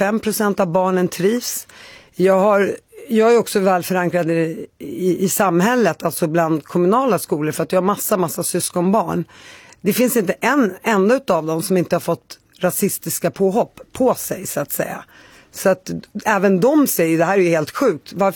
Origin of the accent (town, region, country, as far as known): Palestine